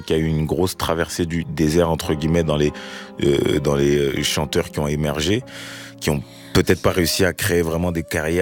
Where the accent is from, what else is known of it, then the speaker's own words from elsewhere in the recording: Marseille, Provence-Alpes-Côte d'Azur, France; born there; Moi, je suis né à Marseille. Ils arrivent, je crois. Je suis né en 96.